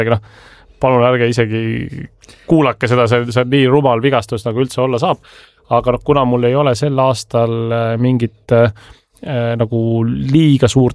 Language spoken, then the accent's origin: Estonian; Tallinn, Harju County, Estonia; õismäelane, kus ma tegelikult pärit olen või suure osa elust elanud